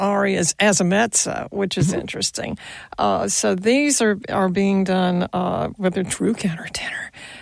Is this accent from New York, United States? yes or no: no; South Carolina, United States; Look, I'm from South Carolina.